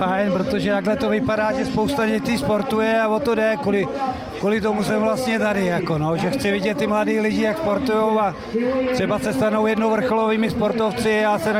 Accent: Central Bohemian Region, Czechia; Tak já jsem hrdý Středočech, takže jsem byl rád, když mě oslovili.

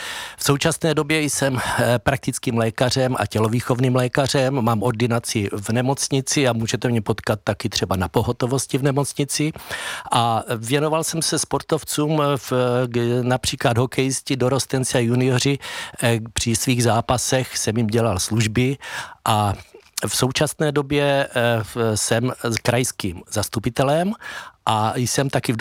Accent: Zlín, Zlín Region, Czechia; Já jsem v podstatě celý život trávím ve Zlíně. Narodil jsem se stejně jako mý rodiče, prarodiče ve Zlíně

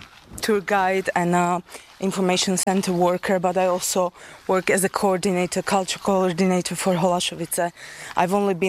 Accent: Slovakia; English is a second language; also born or lived in Ireland; now in Czechia; I'm from Slovakia

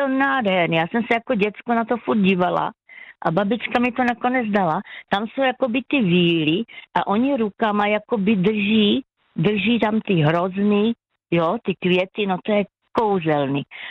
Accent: Olomouc, Olomouc Region, Czechia; Ano, já jsem z Olomouce Radíkov

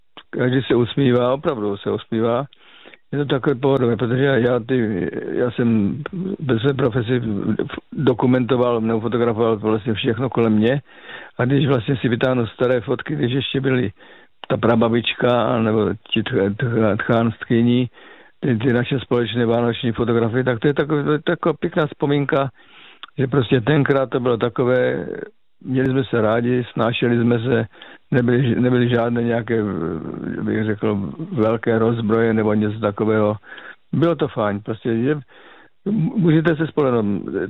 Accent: Moravian Slovakia, Czechia; moved away; já pocházím z Moravského Slovácka a tam jsme vlastně byli tři generace, babičky, rodiče a my kluci jako, takže tam to bylo taky takové, no tak to bylo takové, jak se říká, dědina, tam znal každý každého

